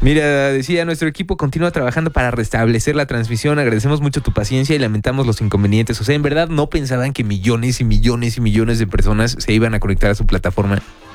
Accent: Mexico

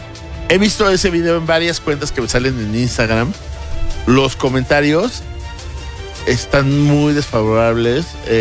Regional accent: Mexico; Mi autoestima como mexicano, sí.

